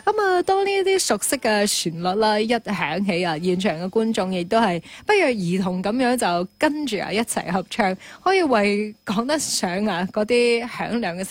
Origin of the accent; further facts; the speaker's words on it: Jiangmen, Guangdong, China; 咁啊呢个歌声亦都係属于我哋江门人独有嘅浪漫同温情啊。